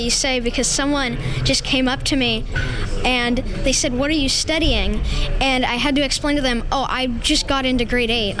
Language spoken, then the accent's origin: English; Vancouver, British Columbia, Canada; I'm from Vancouver, BC, Canada, and I am 13 years old as of 24 hours ago.